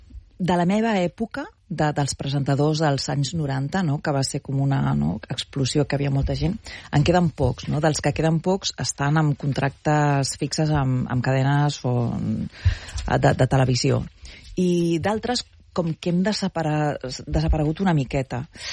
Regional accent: Barcelona, Catalonia, Spain; also born or lived in Madrid; Vaig estar 5 anys vivint a Madrid, a l'època més forta de feina, això sí. Però jo soc del barri de la Sagrada Família

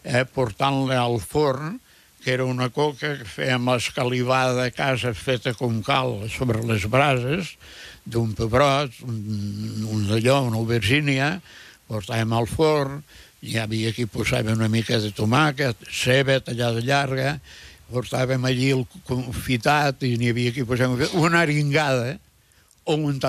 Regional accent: Catalonia, Spain; also born or lived in Val d'Aran; la meva comarca, la de la Segrià

